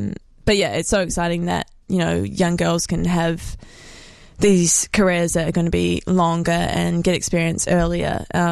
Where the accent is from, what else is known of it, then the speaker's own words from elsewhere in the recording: Auckland, New Zealand; when I was growing up in Auckland, we didn't have even a Wellington team.